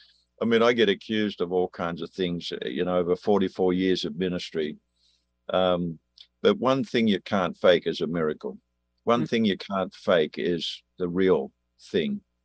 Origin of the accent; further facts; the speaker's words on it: Australia; accent: Australian; If you're wondering what the accent is, I'm an Australian.